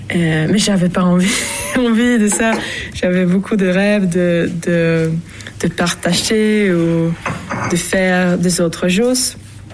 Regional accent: Sweden; French is a second language; moved away as an adult; Moi, je viens de la Suède. Je suis venue pour... je suis venue pour faire un stage en France, en Ardèche.

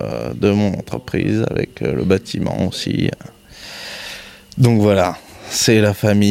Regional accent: Barnave, Auvergne-Rhône-Alpes, France; moi je suis natif de Barnave

